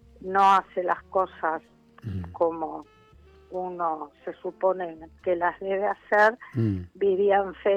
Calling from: Moreno, Buenos Aires Province, Argentina; De Moreno.

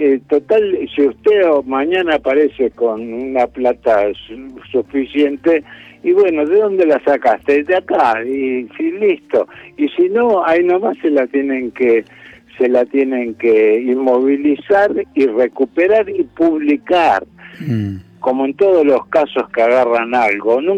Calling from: San Martín, Buenos Aires Province, Argentina; de San Martín.

